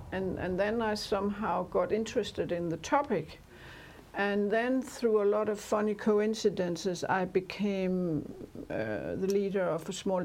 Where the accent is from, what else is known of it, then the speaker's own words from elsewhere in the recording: Central Denmark Region, Denmark; English is a second language; I'm a really from Jutland, yeah. Not from Copenhagen.